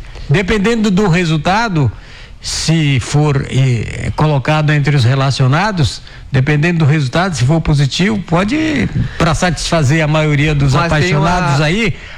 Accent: Brazil; Eu sou brasileiro

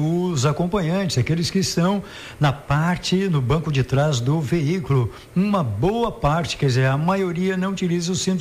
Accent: Brazil; sou de Oficinas

